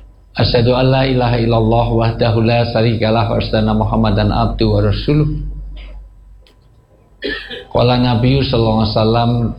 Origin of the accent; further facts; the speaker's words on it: Java, Indonesia; mohon maaf, saya asli orang Jawa.